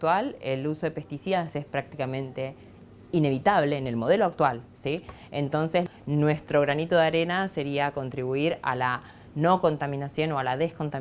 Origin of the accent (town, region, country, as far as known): Argentina